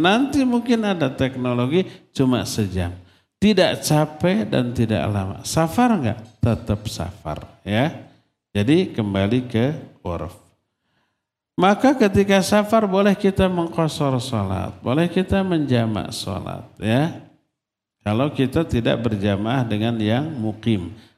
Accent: Selacau, West Java, Indonesia; di desa saya itu ada Selacau, nyebrang sungai itu Cipatik atau Citapen gitu.

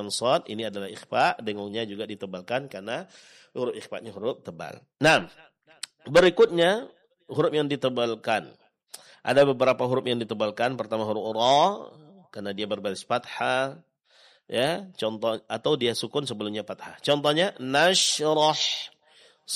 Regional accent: Indonesia

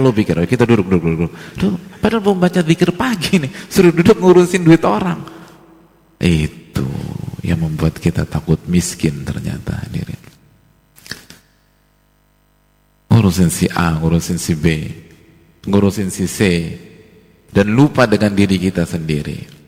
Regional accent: BSD, Banten, Indonesia; Ya karena saya orang BSD, Pak Ustadz, gitu.

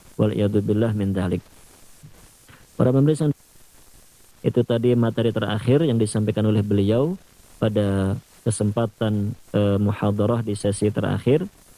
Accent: Indonesia

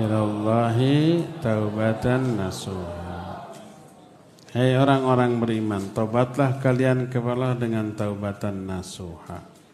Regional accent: West Java, Indonesia; Saya orang Sunda … Bisa tuh nyebut F.

